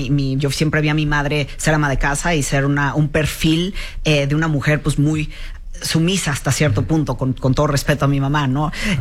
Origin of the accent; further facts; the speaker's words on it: Mexico; born there; nací en México, por supuesto, y mi mamá, de pueblo, nunca aprendió a hablar inglés